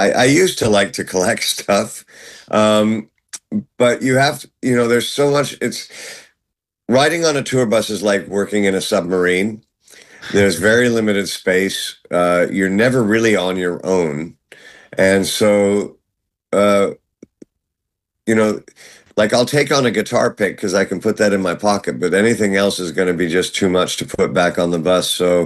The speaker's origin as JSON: {"language": "English", "region": "London", "country": "United Kingdom", "tie": "born there", "said": "Yes, I was born in London at St. Mary's Hospital, and yeah, and my family is actually from Scotland, both sets of grandparents"}